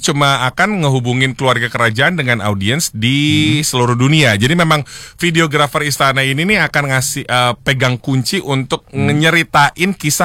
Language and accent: Indonesian; Indonesia; kita sebagai orang Indo